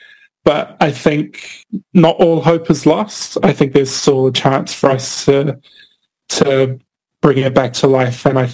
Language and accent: English; Cook Islands; I grew up here in the Cook Islands, so I feel like I have the right to document this knowledge